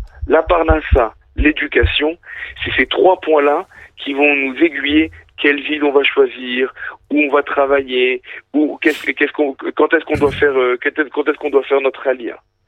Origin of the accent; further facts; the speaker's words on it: Marseille, Provence-Alpes-Côte d'Azur, France; now in Israel; moi j'ai grandi à Marseille